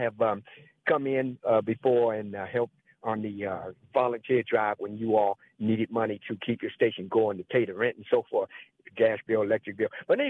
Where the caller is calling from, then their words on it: Washington, District of Columbia, United States; Yes, good day. … I'm calling from Washington, D.C.